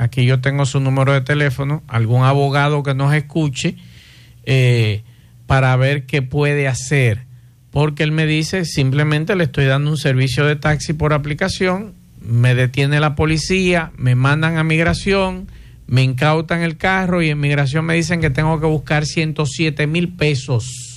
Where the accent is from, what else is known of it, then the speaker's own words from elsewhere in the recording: Dominican Republic; y yo como dominicano